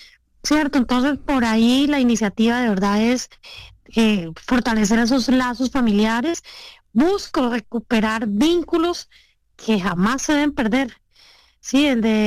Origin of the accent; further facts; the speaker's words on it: Colombia; En Colombia comemos bocadillo, en todas las regiones de Colombia creo que siempre hay un bocadillito en casa